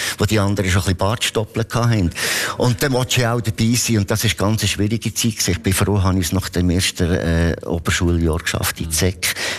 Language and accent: German; Lucerne, Switzerland